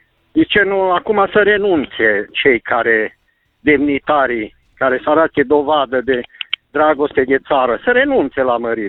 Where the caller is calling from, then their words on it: Cluj-Napoca, Cluj County, Romania; din Cluj.